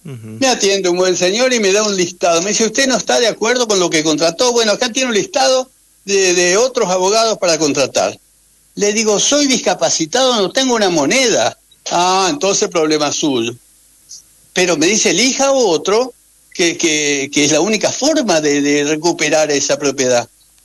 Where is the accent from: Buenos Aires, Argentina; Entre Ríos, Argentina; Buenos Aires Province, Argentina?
Entre Ríos, Argentina; Victoria; ya tengo 74 años, no tengo más vida para litigar eso. Yo me crié en Victoria, Entre Ríos, fui a la escuela del Camino Blanco. A caballo iba desde Quito Cuartel hasta...